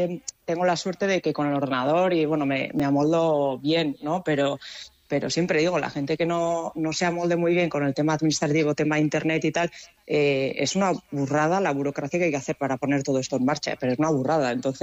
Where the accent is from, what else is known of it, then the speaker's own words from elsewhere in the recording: Zarautz, Basque Country, Spain; born there; soy de Zarauz de nacimiento y siempre he vivido en una casa